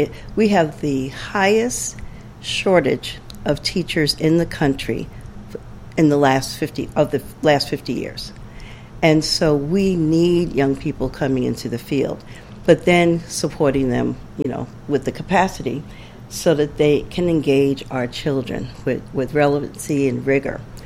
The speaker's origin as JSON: {"language": "English", "region": "New York", "country": "United States", "also_born_or_lived": "Florida", "said": "I'm originally from New York. I returned there at the onset of the pandemic, which is the opposite of what everyone else did. I spent 20 years in Florida"}